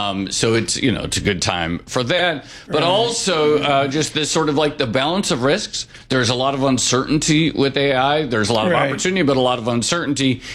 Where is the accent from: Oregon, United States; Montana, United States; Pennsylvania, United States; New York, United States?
New York, United States; Obviously, I have the Texas side of my family, but I'm a New Yorker. I've lived here.